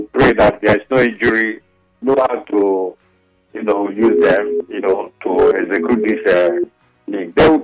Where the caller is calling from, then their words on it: Port Harcourt, Rivers, Nigeria; I'm calling from Port Harcourt.